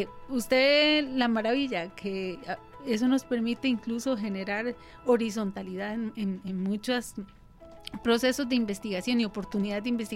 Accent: Costa Rica; en mi país, que es Costa Rica

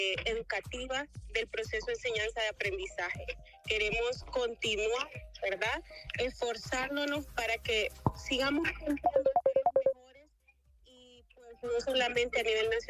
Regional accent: Honduras; Entonces, como hondureños, como enfermeros, nos sentimos orgullosos de este paso que hemos avanzado.

